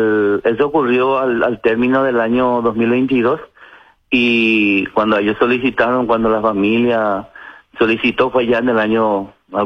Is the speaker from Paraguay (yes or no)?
yes; Villeta, Central, Paraguay